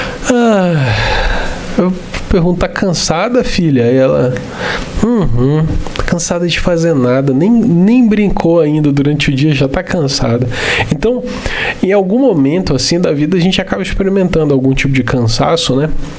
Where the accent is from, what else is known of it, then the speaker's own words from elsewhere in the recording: Belém, Pará, Brazil; lá na minha casa, quando eu era garoto, lá em Belém ainda, do Pará, dia de domingo era um dia que comumente a gente tomava açaí, né?